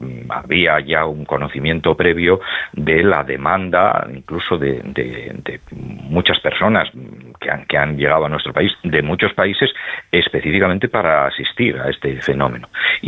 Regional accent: Asturias, Spain; Bueno, pues en mi tierra, en Asturias.

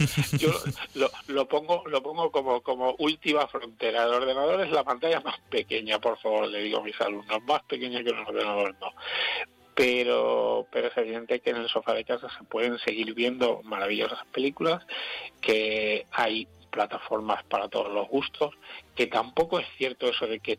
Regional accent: Martos, Andalusia, Spain; yo tengo 55 años y he pasado por, yo me he alimentado del cine al principio en mi pueblo, en Martos, en Jaén

